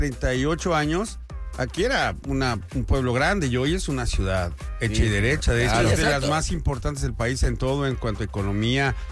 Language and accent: Spanish; Mexico City, Mexico; now in Tijuana, Mexico; yo vengo de la Ciudad de México, pues no tengo nada más que agradecerle a la ciudad todo lo bueno y lo malo que me ha pasado